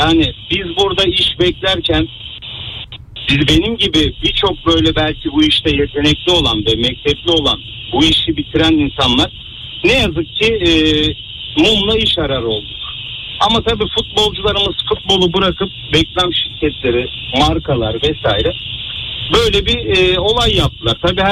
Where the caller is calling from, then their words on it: Istanbul, Turkey; İstanbul'dan katılıyorum programa.